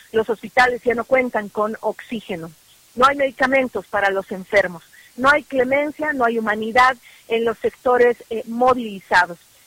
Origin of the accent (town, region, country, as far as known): Bolivia